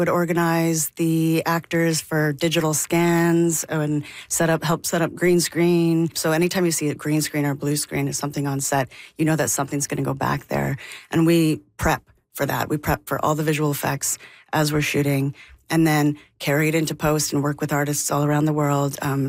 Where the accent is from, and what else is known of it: Calgary, Alberta, Canada; born or raised there; also born or lived in Jasper